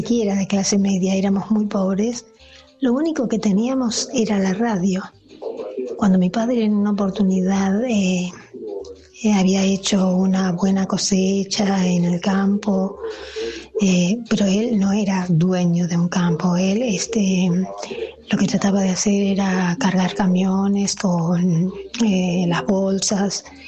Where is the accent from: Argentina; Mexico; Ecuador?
Argentina; Rojas, Buenos Aires Province; born there; now in San Martín, Argentina; de San Martín. En realidad vivo en San Martín, pero recién escuché a una coterránea, una persona que llamó de mi querida ciudad de Rojas. Yo nací allí.